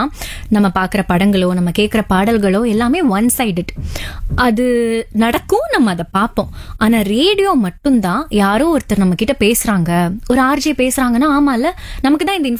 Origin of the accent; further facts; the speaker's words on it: Chennai, Tamil Nadu, India; born there; என்னோட சொந்த ஊர் சென்னை கிடையாது, ஆனா ஒரு 5 வயசு 6 வயசுல இருந்தே நான் சென்னையில இருக்கேன், மாறி மாறி இருக்கேன்.